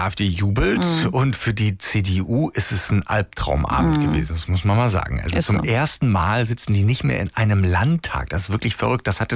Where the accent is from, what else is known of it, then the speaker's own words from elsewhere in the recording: Mecklenburg-Vorpommern, Germany; born there; Und ich bin ja in Mecklenburg-Vorpommern geboren, das wissen Sie vielleicht.